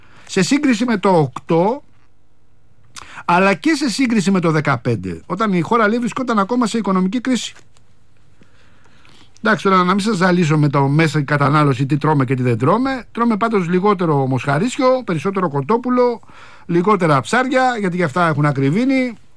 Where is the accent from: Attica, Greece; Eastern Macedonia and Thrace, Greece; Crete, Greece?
Attica, Greece; Rafina; Ο Πάνος είναι στην πατρίδα μου, στη Ραφίνα, που είναι ακόμα σκοτεινή.